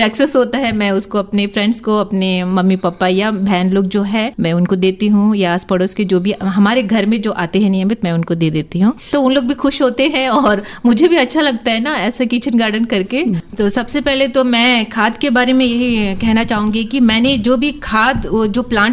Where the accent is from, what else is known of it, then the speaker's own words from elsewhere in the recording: Port Blair, Andaman and Nicobar Islands, India; मैं कामराज नगर की निवासी हूँ